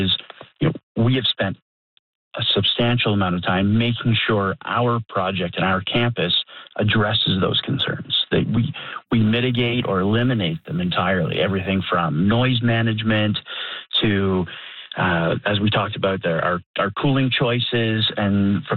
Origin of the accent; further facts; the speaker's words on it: New Brunswick, Canada; I grew up in Brunswick. This is my friends and family live here.